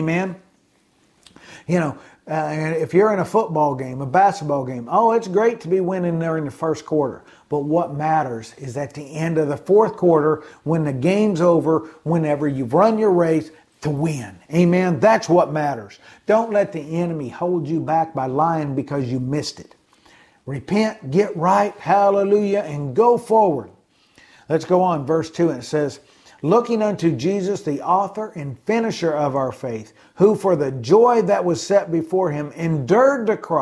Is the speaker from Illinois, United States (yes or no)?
yes; Illinois, United States; as a child, growing up in Illinois